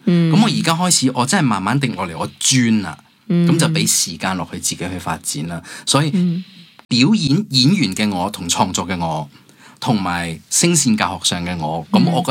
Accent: Hong Kong; moved away as an adult; also born or lived in United Kingdom; 当然我灵魂是很欧洲但是香港是我土生土长的地方、是我成长的地方、初次接触戏剧以前在学校参加剧社、就是香港、当然我在英国受了 training

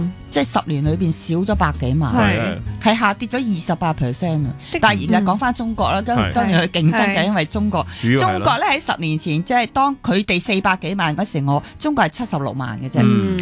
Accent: Hong Kong

